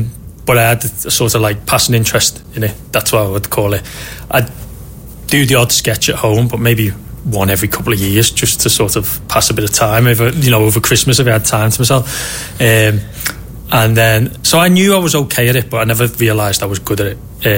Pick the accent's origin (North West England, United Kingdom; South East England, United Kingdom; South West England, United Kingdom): North West England, United Kingdom; Bolton; moved away as an adult; also born or lived in Liverpool / Aberdeen / London; I was born in Liverpool, brought up in the Bolton area